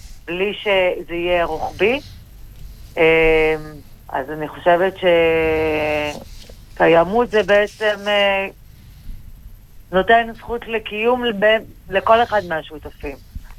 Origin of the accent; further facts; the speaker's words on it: Beersheba, Southern District, Israel; now in Me'ona, Israel; גדלתי בבאר שבע, היום אני מתגוררת במעונה, אחד מיישובי מעלה יוסף.